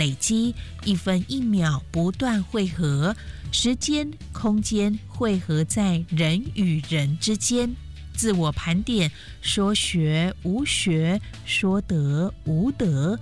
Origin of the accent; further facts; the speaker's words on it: Taichung, Taiwan; now in Hualien, Taiwan; 我出生在中部，可能人生最终还是在东部。金色面向辽阔的大海，回过头看是一座山，这一座山过去就是西部我的家乡台中。我年轻时就离开家乡